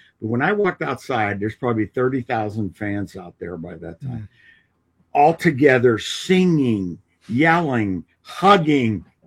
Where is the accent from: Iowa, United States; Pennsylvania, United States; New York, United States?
Pennsylvania, United States; Pittsburgh; I grew up in Pittsburgh, very similar.